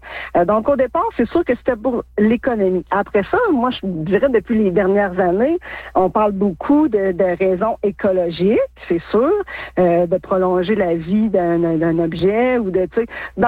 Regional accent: La Sarre, Quebec, Canada; moved away as an adult; moi, je suis originaire de la Sarre. J'ai rendu toute ma jeunesse jusqu'à mon secondaire 5 à la Sarre. Après, j'ai quitté là pour des études dans les Laurentides, à Montréal, à Rouen également, pour revenir là depuis 2007, si je ne me trompe pas, là, que je suis établie.

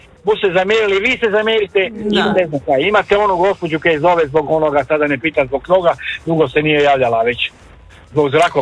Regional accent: Zagreb, City of Zagreb, Croatia; Ja sam rođeni Zagrepčanin, branitelj sam, sad da ne dužim dalje.

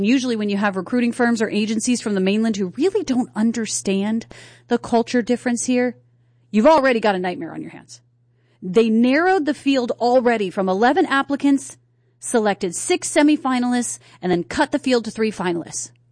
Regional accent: East Coast, United States; now in Hawaii, United States; I came from the East Coast. So you know I was hitting it hard and aggressive and all kinds in people's faces

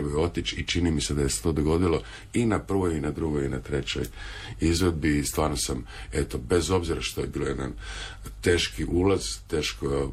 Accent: Osijek, Osijek-Baranja County, Croatia; now in Dubrovnik, Croatia; ja sam rodom iz Osijeka

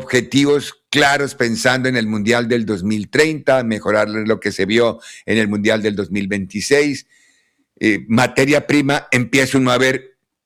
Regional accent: Colombia; born or raised there; moved away

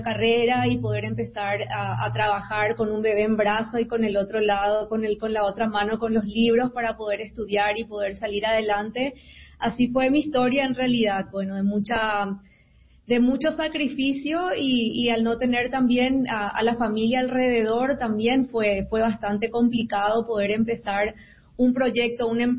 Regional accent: Paraguay; moved away as an adult; soy de Paraguay y bueno, fui inmigrante por elección a los 25 años y como todos sabemos es una decisión bastante difícil de dejar el país atrás

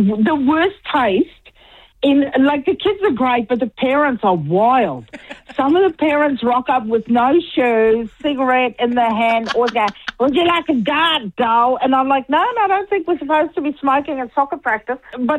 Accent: South Africa; accent: South African, Kiwi, Australian; also born or lived in New Zealand; now in Australia; I always say I'm a South African Kiwi that works in Australia. So I've got that full blend.

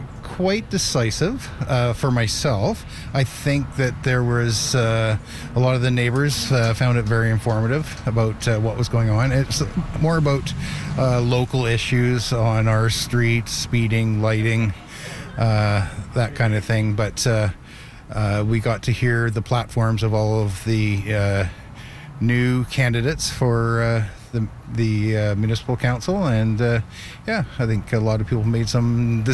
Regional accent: Colwood, British Columbia, Canada; I'm from Colwood.

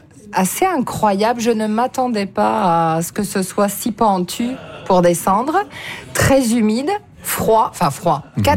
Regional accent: Quebec, Canada; chez nous, au Bas-Saint-Laurent

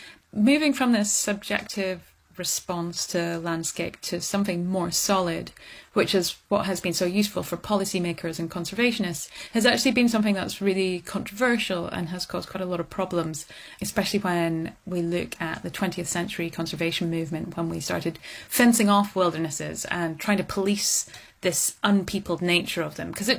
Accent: Scotland, United Kingdom; I grew up in the Highlands of Scotland, I'd say about a mile outside of a village.

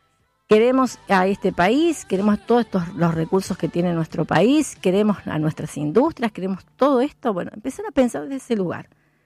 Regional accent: Argentina; nosotros como sociedad argentina estamos y vivimos en crisis

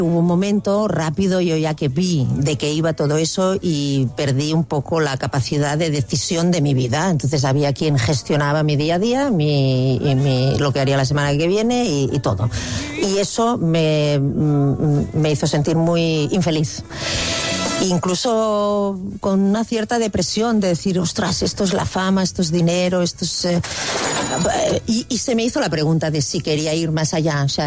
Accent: Catalonia, Spain; es porque yo dije que como catalán no había pareja... No, esto dije. No había pareja más catalana que la nuestra, dije.

